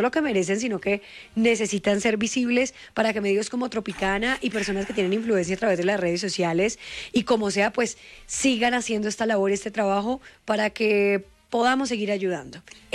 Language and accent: Spanish; Cali, Valle del Cauca, Colombia; Claro, pues que yo soy de Cali y yo hablo, yo tengo mi acento